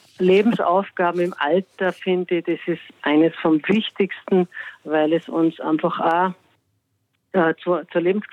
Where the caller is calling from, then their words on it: Salzburg, Austria; Also ich rufe aus Salzburg